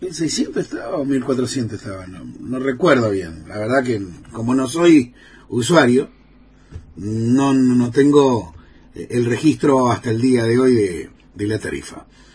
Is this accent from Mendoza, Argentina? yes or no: no; Paso de los Libres, Corrientes, Argentina; para nosotros, para los libreños.